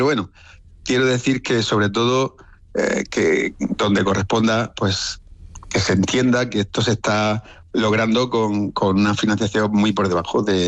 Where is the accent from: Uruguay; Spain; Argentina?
Spain; Como sociedad española, también como digamos, agrupación de personas trabajando en esto del desarrollo científico en general